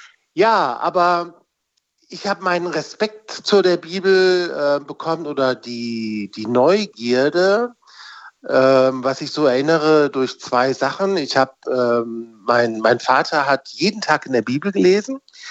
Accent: Kassel, Hesse, Germany; moved away; also born or lived in Berlin; ich bin in Kassel groß geworden

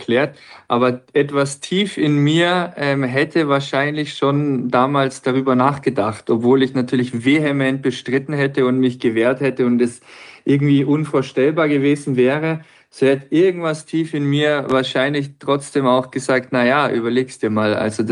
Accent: Bayreuth, Bavaria, Germany; bin jetzt 33, so alt wie Jesus, der Überlieferung nach war. Das heißt, jetzt geht's abwärts. Ich bin geboren in Bayreuth im schönen Frankenland, bin dort aufgewachsen in einem kleinen Kaff, ich glaube 200 Seelen, ich weiß gar nicht wie viel, mehr Kühe als Leute damals noch.

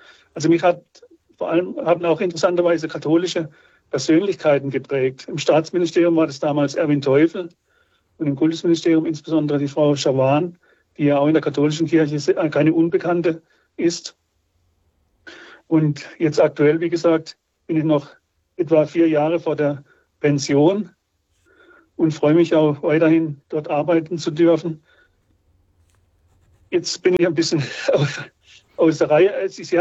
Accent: Freiburg, Baden-Württemberg, Germany; Ja, ich stamme ja aus der Nähe von Freiburg und wir haben da eine wunderschöne Marienkapelle, Maria zum guten Rat.

